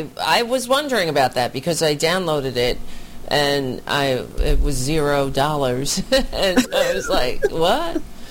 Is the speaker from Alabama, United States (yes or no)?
no; New York, United States; I would say Sussa. I'm a New Yorker.